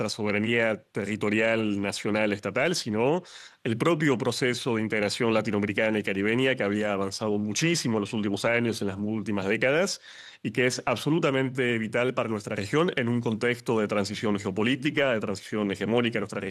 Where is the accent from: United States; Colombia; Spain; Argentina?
Argentina; residiendo en mi país, en la Argentina